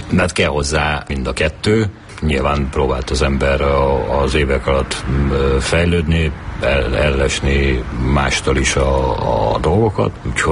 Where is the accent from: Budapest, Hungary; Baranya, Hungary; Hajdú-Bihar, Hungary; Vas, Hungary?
Baranya, Hungary; Bogád; tehát az én egy Pécs mellett egy faluban nőttem fel, Bogádon